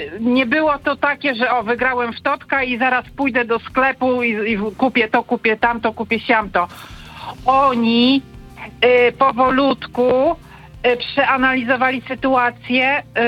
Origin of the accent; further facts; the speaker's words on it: Warmian-Masurian Voivodeship, Poland; Wie pan co, ja pochodzę z Warmii i Mazur i wydaje mi się, że u nas te firmy, słupy jak grzyby po deszczu wyrastają